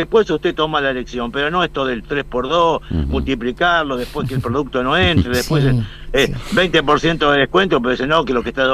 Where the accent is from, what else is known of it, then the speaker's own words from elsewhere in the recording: Argentina; soy argentino